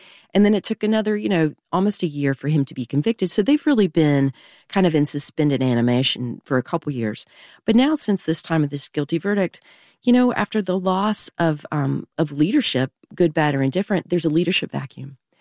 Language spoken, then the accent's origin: English; the South, United States; as a Southerner myself